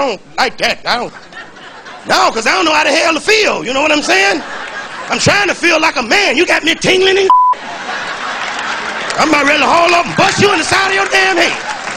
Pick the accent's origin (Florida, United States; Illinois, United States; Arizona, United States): Illinois, United States; Chicago